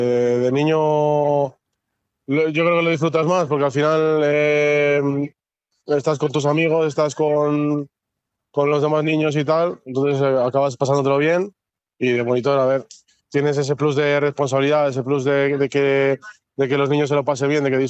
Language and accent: Spanish; Ponferrada, Castile and León, Spain; moved away as an adult; now in Barcelona, Spain; en Barcelona actualmente porque trabajo allí y ya vengo desde allí. Lo que pasa es que yo, como soy de aquí, yo soy de aquí de Ponferrada.